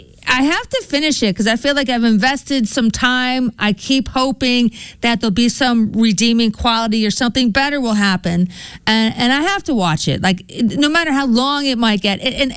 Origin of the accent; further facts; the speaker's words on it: Colts Neck, New Jersey, United States; I'm from Colts Neck.